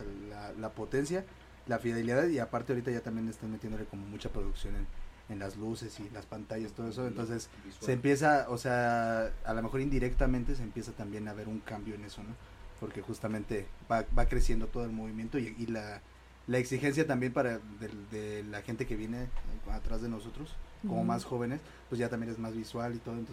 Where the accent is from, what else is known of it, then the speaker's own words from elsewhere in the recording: Mexico City, Mexico; nosotros dos somos de San Juan